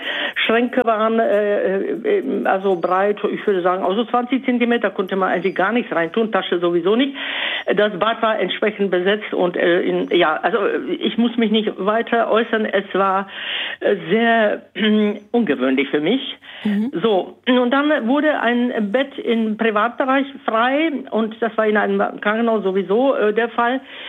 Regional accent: Bohemia, Czechia; Ich komme aus Böhmen.

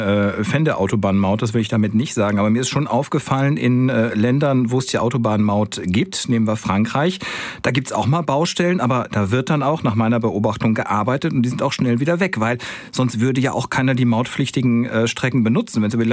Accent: North Rhine-Westphalia, Germany; born there; now in Cologne, Germany; Als gebürtiger Münsterländer und eingewanderter Kölner bin ich öfter mal auf den Autobahnen bei uns in NRW unterwegs.

